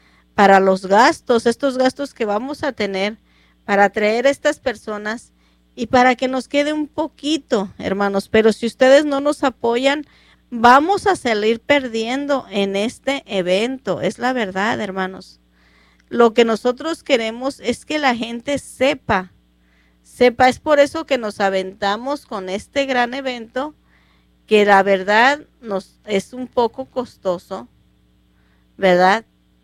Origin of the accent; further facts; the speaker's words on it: Mexico; los que somos mexicanos, de dónde venimos, cuáles son nuestras raíces.